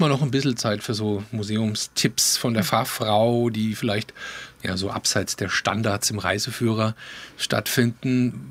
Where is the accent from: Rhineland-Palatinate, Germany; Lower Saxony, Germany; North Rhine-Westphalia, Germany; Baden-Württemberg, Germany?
Baden-Württemberg, Germany; Also ich komme aus dem Taubertal, ja, aus einem kleinen Ort, da gab es das Heimatmuseum